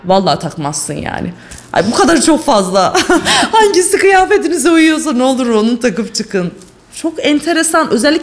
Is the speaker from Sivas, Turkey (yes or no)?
yes; Sivas, Turkey; Ya baktığında İç Anadolu, ben de Sivaslıyım, Kayserliydi.